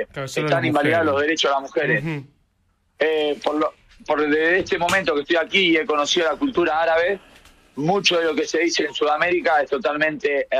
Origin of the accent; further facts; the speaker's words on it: Argentina; moved away; Y yo les cuento a ellos que en mi país el fútbol es más importante que la política y que la religión.